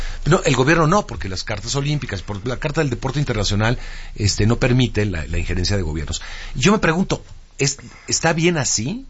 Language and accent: Spanish; Mexico